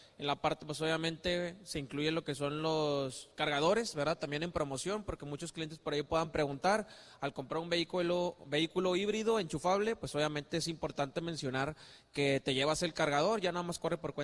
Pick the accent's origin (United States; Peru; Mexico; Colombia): Mexico; Monterrey, Nuevo León; De aquí de Monterrey.